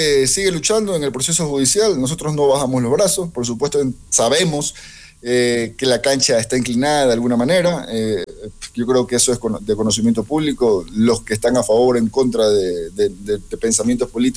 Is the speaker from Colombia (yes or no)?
no; Ecuador; la definición que tenemos todos como ecuatorianos